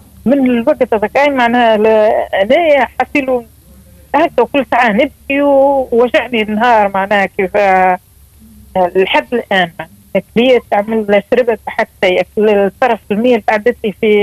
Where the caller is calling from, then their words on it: Mahdia, Mahdia Governorate, Tunisia; من المهدي.